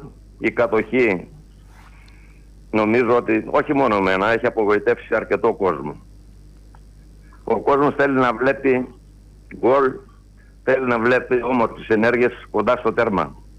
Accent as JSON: {"language": "Greek", "country": "Greece", "moved": "as an adult", "lives_now": "Athens, Greece", "said": "Η καταγωγή μου είναι από Ελλάδα"}